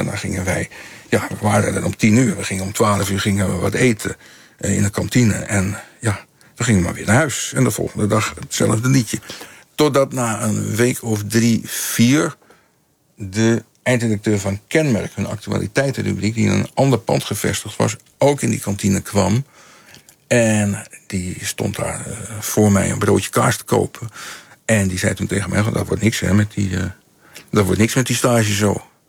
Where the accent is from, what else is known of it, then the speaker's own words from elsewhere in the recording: Netherlands; born there; Ja, want ik ben in Nederland geboren.